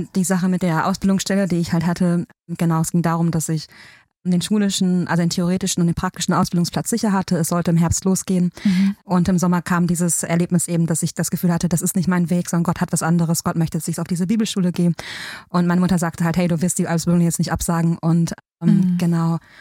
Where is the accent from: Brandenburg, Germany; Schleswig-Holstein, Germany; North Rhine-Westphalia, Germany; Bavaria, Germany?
North Rhine-Westphalia, Germany; also born or lived in Hesse; ich bin gebürtige Ruhrgebietlerin, war zwischendurch weg für mein Theologiestudium und bin dann wieder zurückgekommen.